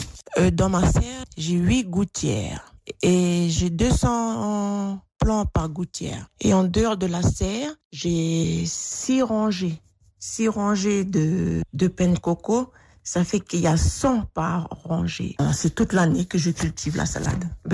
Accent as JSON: {"language": "French", "town": "Kouaoua", "region": "North Province", "country": "New Caledonia", "tie": "born or raised there", "said": "je suis originaire de la commune de Kwawa. J'habite dans la tribu de Ko."}